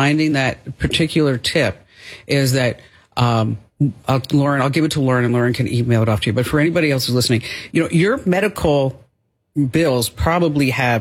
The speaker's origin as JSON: {"language": "English", "region": "New Jersey", "country": "United States"}